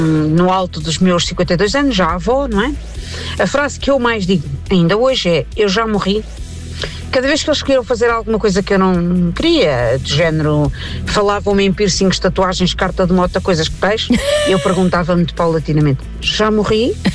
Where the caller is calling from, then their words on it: Mangualde, Centro, Portugal; de Mangualde